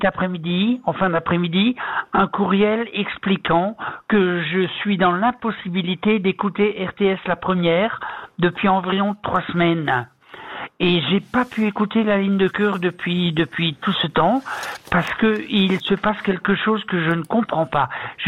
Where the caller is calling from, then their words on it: Basel, Basel-Stadt, Switzerland; je suis de Bâle.